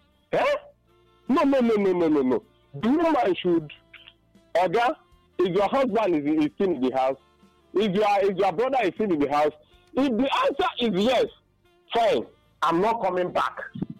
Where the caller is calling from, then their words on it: Enugu, Enugu State, Nigeria; Yeah, I'm calling from Enugu.